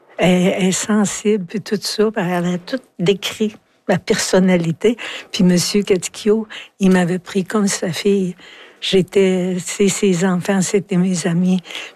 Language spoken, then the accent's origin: French; Quebec, Canada; Mais tu sais, je viens de l'Abitibi